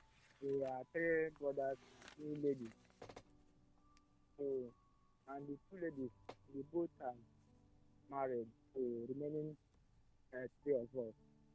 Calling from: Melbourne, Victoria, Australia; I'm calling from Melbourne.

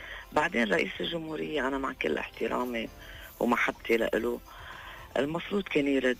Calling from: Zahle, Beqaa, Lebanon

